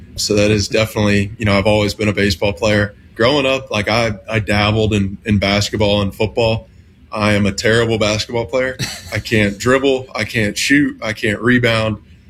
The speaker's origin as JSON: {"language": "English", "town": "Jacksonville", "region": "Florida", "country": "United States", "tie": "born or raised there", "said": "Born and raised in Jacksonville. Obviously, I'm a Florida boy."}